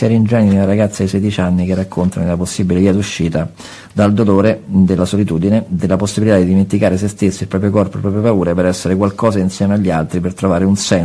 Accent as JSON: {"language": "Italian", "town": "Rome", "region": "Lazio", "country": "Italy", "tie": "born or raised there"}